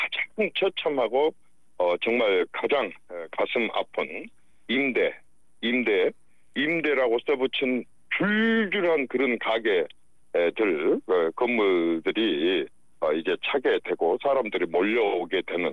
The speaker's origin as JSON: {"language": "Korean", "region": "Honam", "country": "South Korea", "said": "호남 출신 정치인으로 사고 싶은 얘기가 있습니다."}